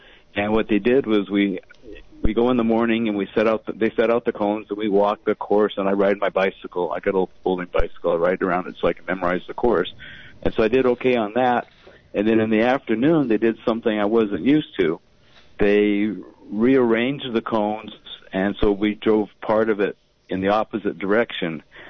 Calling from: San Juan Bautista, California, United States; Hi, Michelle. Hi, Tim. … from San Juan Bautista.

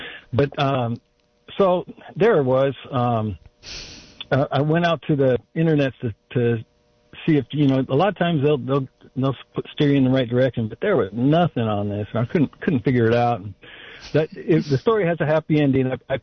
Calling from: Live Oak, California, United States; from Live Oak, and I'm in Scotts Valley right now.

